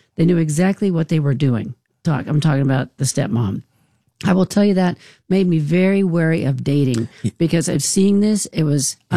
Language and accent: English; Idaho, United States; So I grew up in Idaho, which is a community property state.